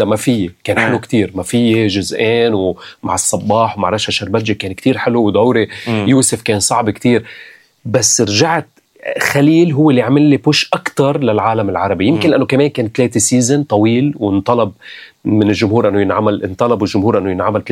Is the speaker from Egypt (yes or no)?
no; Lebanon; أنا ممثل لبناني